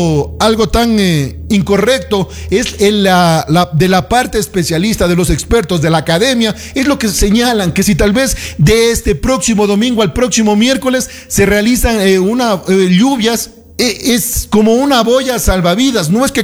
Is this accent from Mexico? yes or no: no; Ecuador